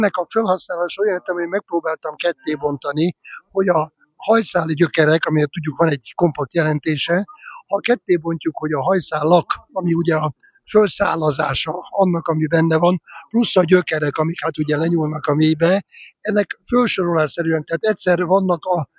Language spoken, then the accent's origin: Hungarian; Szeged, Csongrád-Csanád, Hungary; moved away as an adult; Szegednek egy angyalföldre erősen emlékeztető külvárosában, Rókuson nőttem föl, sőt ott éltem 25 éves koromig, még egyetemista koromban is ott éltem